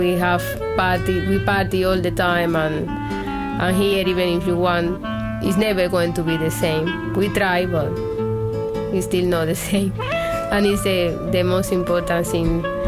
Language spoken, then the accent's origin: English; Cuba; now in Alice Springs, Australia; I am from Cuba. Love brought me to Alice Springs.